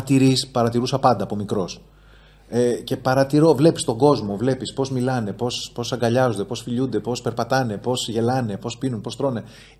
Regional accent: Heraklion, Crete, Greece; also born or lived in Athens; γεννήθηκα στην Αθήνα και έζησα τα πρώτα 4 χρόνια της ζωής μου. Μέχρι παιδικό σταθμό πήγα στην Κρήτη και προνήπιο, νομίζω.

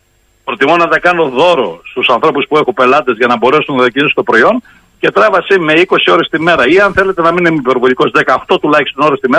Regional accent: Thessaly, Greece

